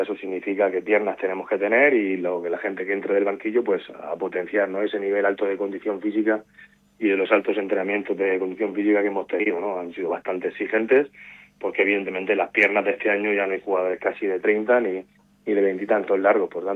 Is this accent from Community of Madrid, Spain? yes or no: no; Valencian Community, Spain; Porque a veces somos mucho sí, de la Vega Baja, sí, pero también nos matamos más entre nosotros